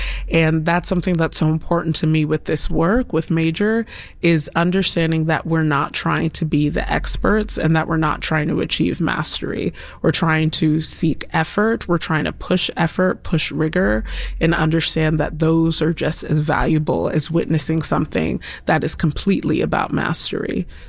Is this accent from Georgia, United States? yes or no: yes; Stone Mountain, Georgia, United States; I grew up in Stone Mountain, Georgia, And most of the cast is from the South, has legacies in the South.